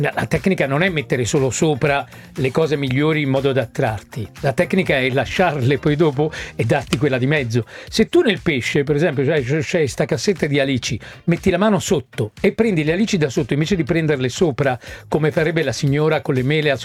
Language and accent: Italian; Naples, Campania, Italy; sono napoletano.